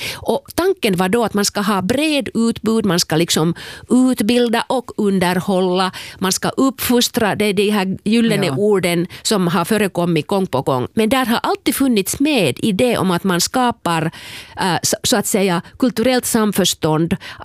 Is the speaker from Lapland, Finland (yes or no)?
yes; Kemi, Lapland, Finland; Själv växte jag upp i Kemi